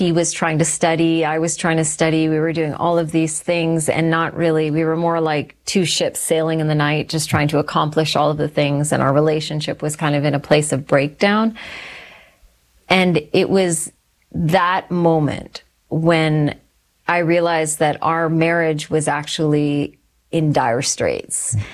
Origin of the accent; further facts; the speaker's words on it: Texas, United States; also born or lived in Calgary, Canada / Sri Lanka; So I was born in Canada. Okay. I was born in Calgary, and then my family shifted to the States. So I grew up in Texas for a while, and then my parents sadly got divorced. And so my mom moved my brother and I to Sri Lanka